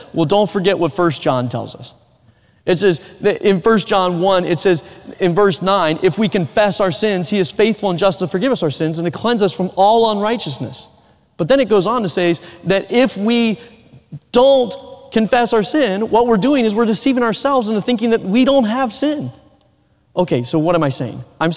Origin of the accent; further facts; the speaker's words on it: the South, United States; accent: Southern; Southern is my first language. I had to relearn English in college.